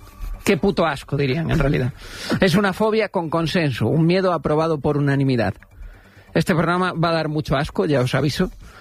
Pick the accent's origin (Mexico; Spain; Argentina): Spain; Tenerife, Canary Islands; born there; Yo nací en Tenerife.